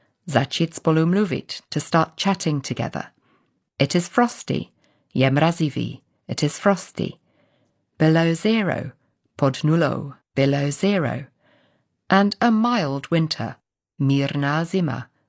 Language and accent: English; United Kingdom; I come from Britain, where we have a lot of weather. It's a stereotype about British people that they love talking about the weather.